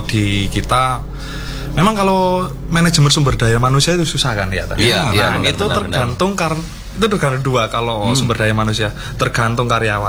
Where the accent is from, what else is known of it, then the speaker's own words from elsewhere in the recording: Malang, East Java, Indonesia; also born or lived in Wonogiri; Tapi kalau dari kecil memang sekolahnya di Malang.